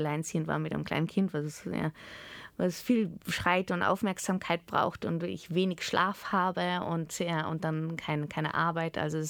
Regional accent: Austria; moved away as an adult; also born or lived in London / Australia; Ich bin in Österreich geboren, ich habe in Österreich maturiert. Jetzt bin ich wieder in Österreich seit 16 Jahren, also ich bin schon viel mehr Österreicherin als Holländerin.

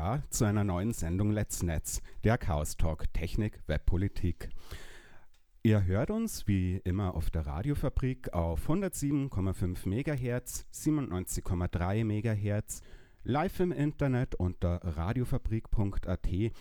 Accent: Bavaria, Germany; accent: slightly Bavarian; aufgrund meines leicht bayerischen Spracheinschlages

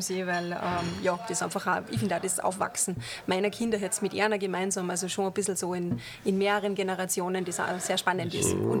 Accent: Fusch, Salzburg, Austria; Ich bin dann 5 Jahre in der Modeschule gewesen in Hallein draußen, habe dann maturiert.

